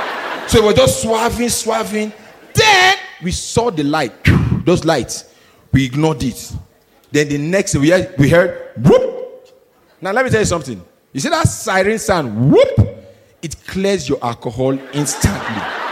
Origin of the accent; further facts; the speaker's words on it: Nigeria; I'm Nigerian. You guys know.